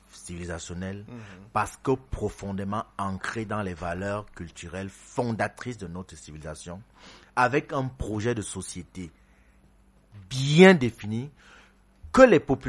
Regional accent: Cameroon; C'est pour ça que personne ne peut vous dire pourquoi nous sommes camerounais.

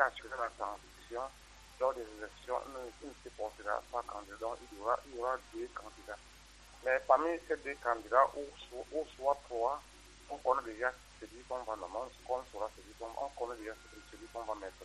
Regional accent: Cameroon; Nous sommes des Camerounais, on sait comment ça se passe.

